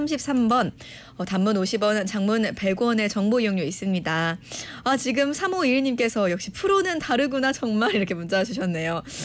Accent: South Korea; 죄송합니다. 제가 토종 한국인이라.

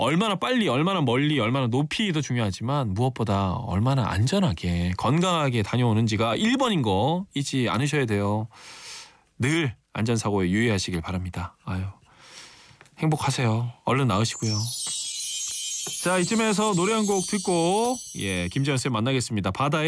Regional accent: Ulsan, South Korea; 저도 이제 수민 작가도 울산 출신이라 저희가 살 때만 해도 고래는 뛰지 않았거든요.

